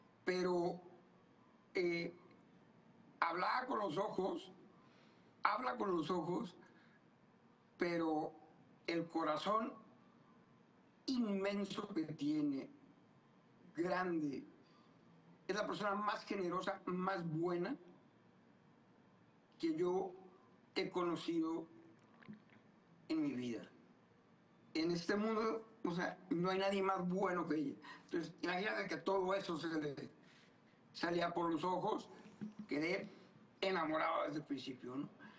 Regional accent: Matamoros, Tamaulipas, Mexico; moved away as an adult; also born or lived in Brownsville, Texas, United States; now in Houston, United States; Mis orígenes son de México, de una ciudad chiquita. Bueno, nací en Brownsville, que es frontera, pero viví toda mi vida en México, en Matamoros, ¿no?

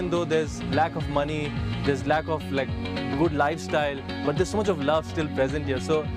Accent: India; moved away; I come from India, so I've seen a lot of poverty

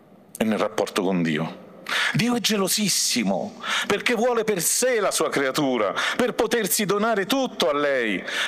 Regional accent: L'Aquila, Abruzzo, Italy; so dell'Aquila, quindi insomma il terremoto l'ho partecipato di prima persona

